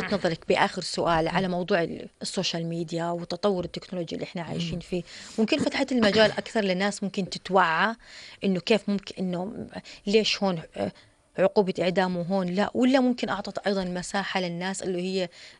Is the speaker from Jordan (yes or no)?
yes; Jordan